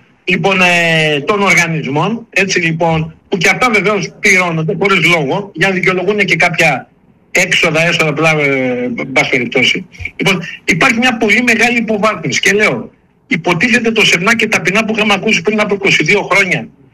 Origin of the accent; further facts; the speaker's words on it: Florina, Western Macedonia, Greece; now in Athens, Greece; Λοιπόν, θυμάμαι όταν ήμουν από τη Φλόρινα